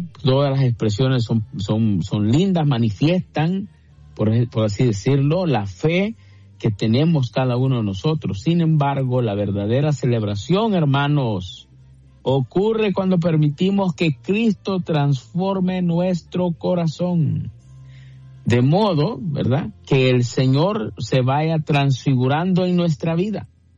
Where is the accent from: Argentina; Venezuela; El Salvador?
El Salvador; moved away; Nosotros allá en El Salvador celebramos